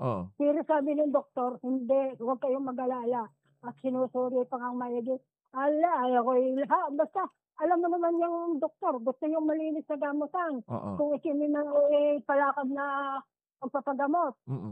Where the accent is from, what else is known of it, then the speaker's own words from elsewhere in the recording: Padre Garcia, Calabarzon, Philippines; Bawi, Padre Garcia.